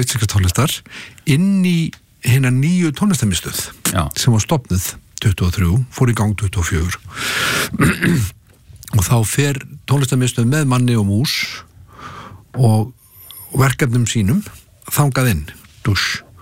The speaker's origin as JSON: {"language": "Icelandic", "town": "Kópavogur", "region": "Capital Region", "country": "Iceland", "tie": "born or raised there", "also_born_or_lived": "New York", "said": "Já, já, ég elst upp í Kópavogur."}